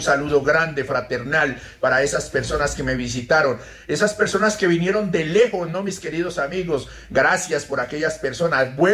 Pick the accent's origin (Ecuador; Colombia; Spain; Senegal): Colombia; Putumayo; el indio del Putumayo